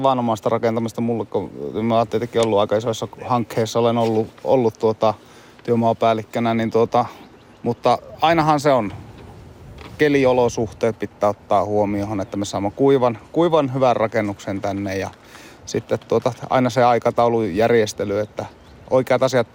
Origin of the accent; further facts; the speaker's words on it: Torne Valley, Lapland, Finland; moved away; olen täältä Tornionjokilaaksosta olen kotoisin, niin nyt pitkän aikaan niin olen tullut tänne takaisin